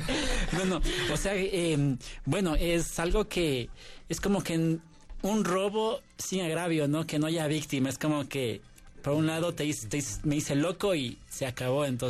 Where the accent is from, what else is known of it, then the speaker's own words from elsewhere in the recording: Quito, Pichincha, Ecuador; born there; mi mamá es del Carchi. Yo nací aquí en Quito, pero mi mamá es del Carchi.